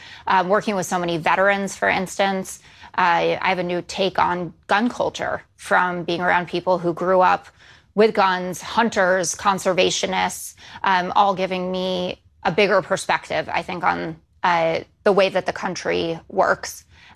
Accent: New York City, New York, United States; born or raised there

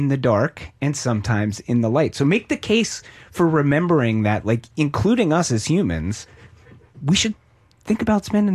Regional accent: Pennsylvania, United States; it's sort of like in my memory of being a kid where I grew up in Pennsylvania.

